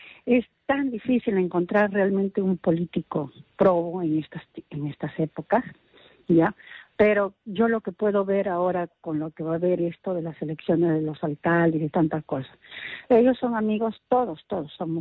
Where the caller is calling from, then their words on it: Paiján, La Libertad, Peru; siempre le llamo de Paiján, pero ahora momentáneamente entre Racer y Chocopi por mis terapias